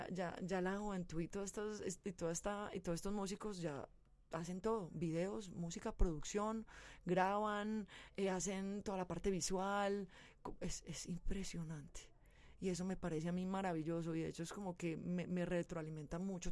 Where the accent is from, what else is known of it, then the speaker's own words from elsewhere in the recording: Medellín, Antioquia, Colombia; moved away as an adult; also born or lived in San Cristóbal, Medellín / Los Angeles, United States; Mi Medellín tiene mis raíces, mi cuna. O sea, de hecho, es como que todo. Yo miro mi personalidad, veo quién soy. Es como que a mí me forjó Medellín.